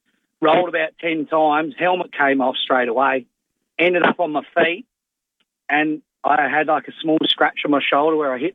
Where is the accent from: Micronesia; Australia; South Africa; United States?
Australia; Karakalinga; So I grew up in Karakalinga, and I don't know if you guys know the Good Fork Tree Brewery up there on the hill.